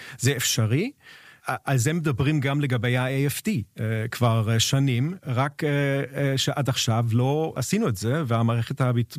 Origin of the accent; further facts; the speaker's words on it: Germany; Hebrew is a second language; בוודאי שזה היה משהו מאוד מיוחד לחיות בישראל בתור גוי גרמני.